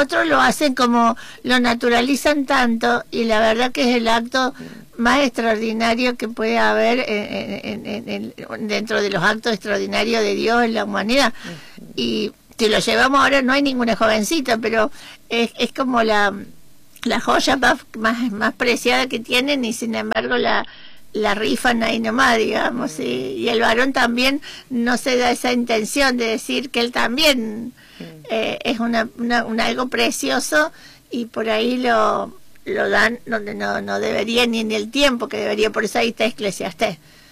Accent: Córdoba, Argentina; porque yo soy de Córdoba.

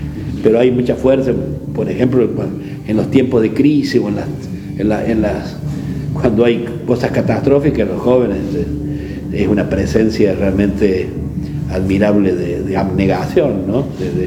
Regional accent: Argentina

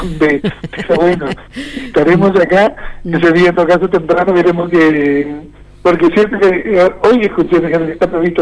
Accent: Argentina

